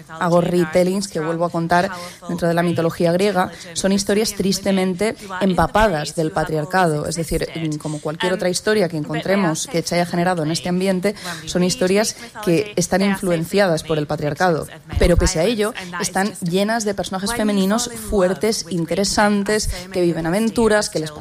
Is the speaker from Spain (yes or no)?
yes; Valencia, Valencian Community, Spain; born there; also born or lived in Burgos; pero yo nací en Valencia y mi pueblo está en el norte de Burgos.